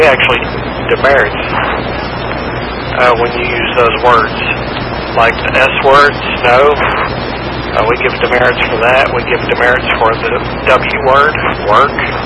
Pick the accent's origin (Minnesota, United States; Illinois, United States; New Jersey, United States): Illinois, United States; Round Lake; moved away; also born or lived in Chicago; I was born in Chicago. We lived in Round Lake area, which is about 45 to an hour north of Chicago. They call that the burbs now. It kind of wasn't back then, but it is now.